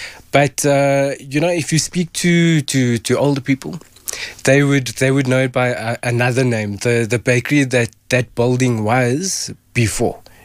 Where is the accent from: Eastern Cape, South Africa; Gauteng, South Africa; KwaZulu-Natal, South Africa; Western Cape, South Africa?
Gauteng, South Africa; Benoni; I'm a born and bred Benoni boy.